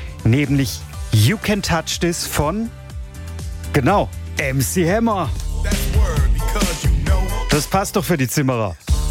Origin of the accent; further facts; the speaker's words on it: Baden-Württemberg, Germany; in meiner Heimat da im Nordschwarzwald